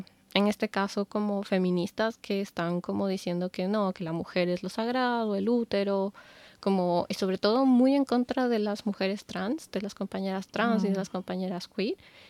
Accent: Quito, Pichincha, Ecuador; now in Europe; mi ciudad de origen.

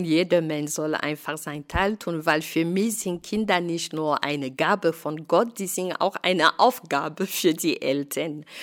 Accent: Cameroon; German is a second language; moved away as an adult; now in Germany; Weil ich komme aus Kamerun, ein Land so im Zentral von Afrika

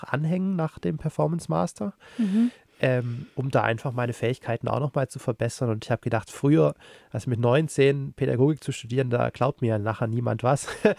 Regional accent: Unterensingen, Baden-Württemberg, Germany; ja nicht zu weit weg von der Schweiz, wo ich immer noch gern bin, und aber auch nicht zu weit weg von meiner Heimat Stuttgart-Region, Unterenzingen, Nürtingen.

